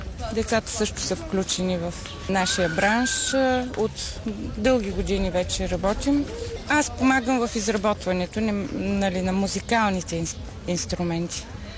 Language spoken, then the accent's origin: Bulgarian; Plovdiv, Plovdiv Province, Bulgaria; От Пловдив съм … изработваме музикални сувенири